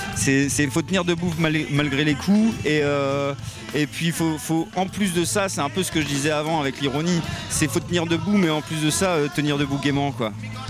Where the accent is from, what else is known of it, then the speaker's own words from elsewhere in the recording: Calais, Hauts-de-France, France; et du coup on vient de Calais, c'est encore plus pertinent je pense quand on vient de Calais